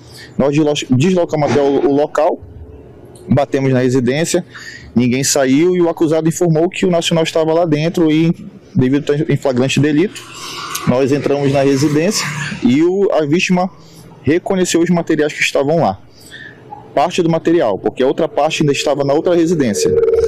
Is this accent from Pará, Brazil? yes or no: yes; Mãe do Rio, Pará, Brazil; onde eu sou de Mãe do Rio, né?